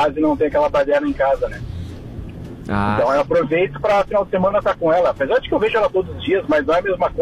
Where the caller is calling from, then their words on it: Porto Alegre, Rio Grande do Sul, Brazil; de Porto Alegre.